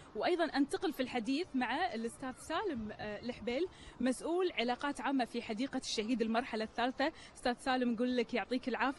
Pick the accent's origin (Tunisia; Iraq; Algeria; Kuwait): Kuwait; احنا فخورين ككويتيين